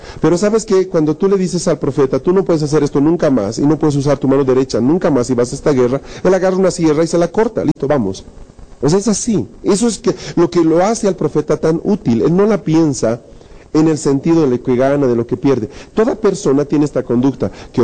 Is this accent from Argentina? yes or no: no; Bolivia